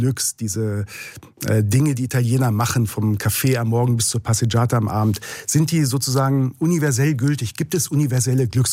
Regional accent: Northern Germany, Germany; Sie hat aber auch diese österreichische Vergangenheit, die für mich als Norddeutscher natürlich auch genauso fremd ist.

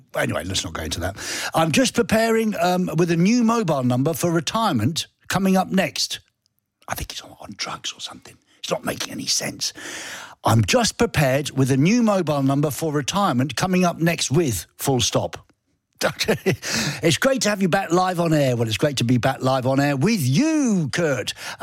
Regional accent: Güstrow, Mecklenburg-Vorpommern, Germany; Today, I'm not from Pankow, but I'm from Gustrau. Gustrau, with an umlaut, Lars.

